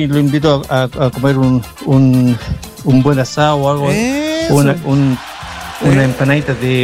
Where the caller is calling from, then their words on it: Nanaimo, British Columbia, Canada; desde Nanaimo, British Columbia.